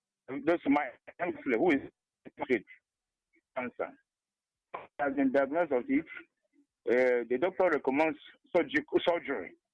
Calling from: Abakaliki, Ebonyi, Nigeria; I'm calling from Abakaliki.

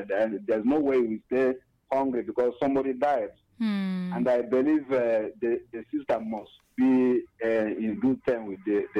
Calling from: Abakaliki, Ebonyi, Nigeria; I'm calling from Ebonyi State.

